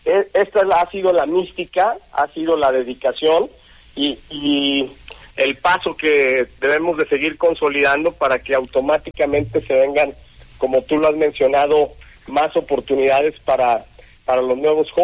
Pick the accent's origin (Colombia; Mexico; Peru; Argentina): Mexico; Zitácuaro, Michoacán; Todos somos embajadores de Zitácuaro